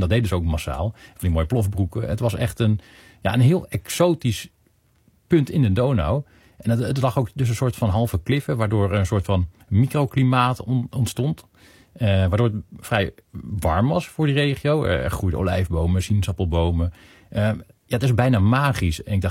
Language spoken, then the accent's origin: Dutch; Netherlands; first language Dutch; En ik ben in Nederland opgegroeid, Nederlandstalig opgevoed.